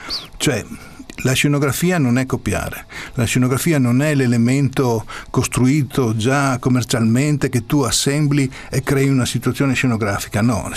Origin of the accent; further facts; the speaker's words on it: Pordenone, Friuli-Venezia Giulia, Italy; Ma no, addirittura per quanto riguarda, per esempio, io sono di Pordenone, no?